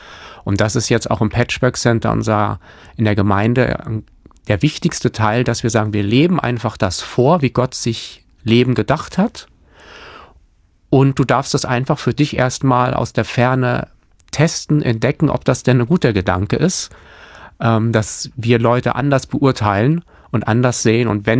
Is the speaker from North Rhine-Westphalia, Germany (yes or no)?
no; Hamburg, Germany; ich bin ja selber Hamburger